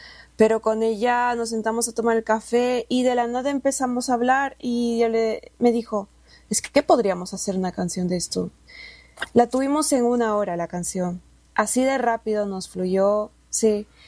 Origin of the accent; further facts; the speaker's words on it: Peru; quiero ponerle sonidos peruanos, quiero ponerle mucha personalidad de donde yo vengo.